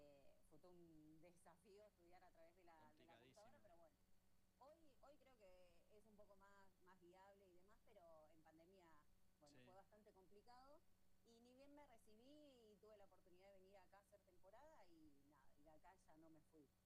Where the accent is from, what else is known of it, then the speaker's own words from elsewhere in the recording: Buenos Aires, Argentina; moved away as an adult; now in Villa Pehuenia, Argentina; ya estoy instalada ya hace 5 años. Pero no vengo a, no soy de acá, soy de Buenos Aires, pero ya está. Me quedo acá